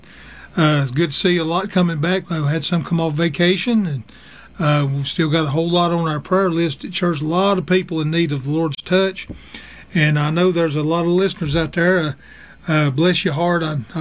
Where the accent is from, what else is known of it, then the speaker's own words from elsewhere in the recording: the South, United States; I'm glad today that I was brought up in the South where I could say mom and daddy